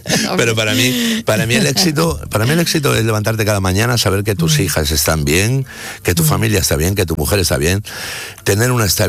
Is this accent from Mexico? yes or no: no; Málaga, Andalusia, Spain; Me ha hecho mucha ilusión estar aquí en mi tierra, en Málaga, y aquí en Canal Sur con vosotros.